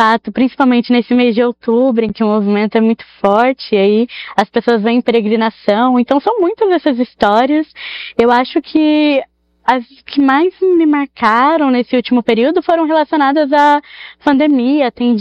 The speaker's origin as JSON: {"language": "Portuguese", "town": "Aparecida", "region": "São Paulo", "country": "Brazil", "tie": "born or raised there", "said": "Eu passei minha vida toda em Aparecida, então eu sempre estive envolvida nessa questão da fé"}